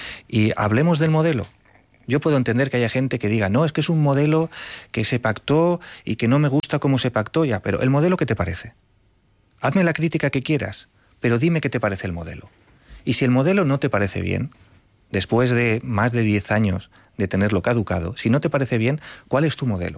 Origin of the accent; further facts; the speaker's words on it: Valencia, Valencian Community, Spain; Bueno, yo es que, de verdad, yo soy de Valencia. He sido responsable de Hacienda en la Generalitat Valenciana